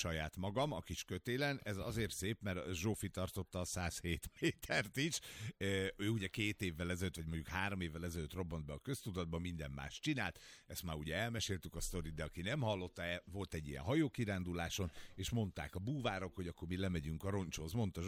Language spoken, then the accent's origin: Hungarian; Hungary; az József Attila, vidéki vagyok.